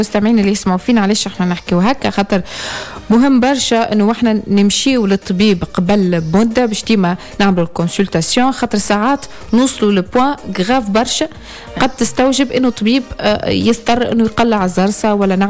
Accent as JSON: {"language": "Arabic", "country": "Tunisia", "said": "الانفورماسيون هذه ماهيش دارجه برشا عندنا في تونس،"}